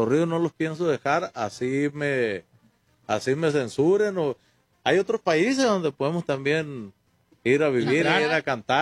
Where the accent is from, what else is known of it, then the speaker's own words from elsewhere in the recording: Culiacán, Sinaloa, Mexico; Crecí más, yo pienso, para las rancherías, para las orillas. Como quien dice, mi mamá me tuvo ahí en el hospital ahí en Culiacán